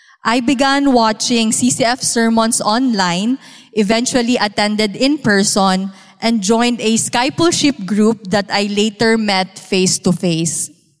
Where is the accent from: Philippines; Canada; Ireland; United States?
Philippines; Cagayan de Oro, Northern Mindanao; I underwent surgery in my hometown of Cagayan de Oro